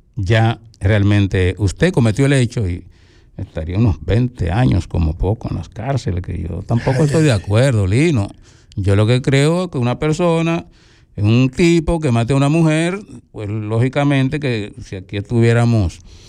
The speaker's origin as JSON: {"language": "Spanish", "country": "Dominican Republic", "said": "cómo somos los dominicanos machistas."}